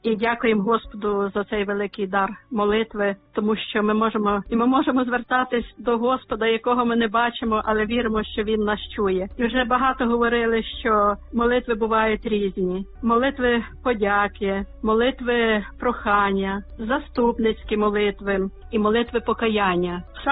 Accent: Lviv, Lviv Oblast, Ukraine; я зі Львова.

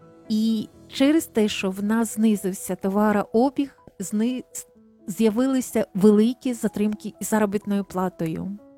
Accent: Kyiv, Ukraine; хоча я киянка

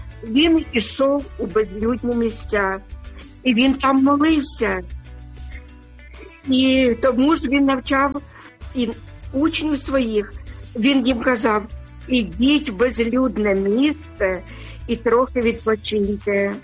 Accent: Sumy, Sumy Oblast, Ukraine; Він захищає моє рідне місто Суми.

